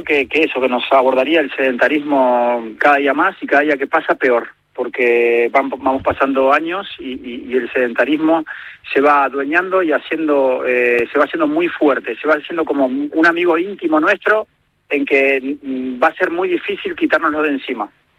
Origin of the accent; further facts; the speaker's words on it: Spain; moved away; yo hace nada vine de España y hace 25 años